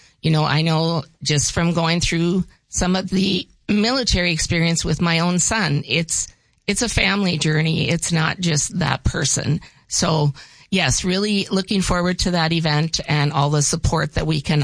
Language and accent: English; Grand Forks, North Dakota, United States; I'm from Grand Forks here.